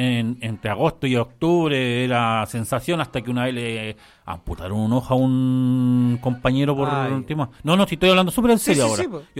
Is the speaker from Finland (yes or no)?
no; southern Chile, Chile; born or raised there; now in central Chile